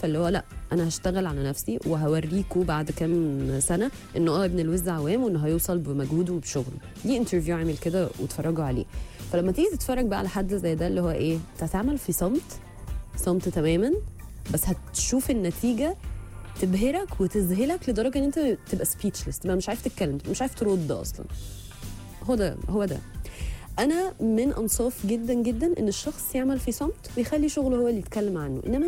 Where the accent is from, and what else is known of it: Egypt